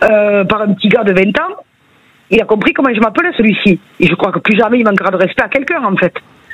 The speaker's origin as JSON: {"language": "French", "region": "Occitanie", "country": "France", "tie": "born or raised there", "said": "moi, j'ai grandi dans le Gers, donc c'était facile."}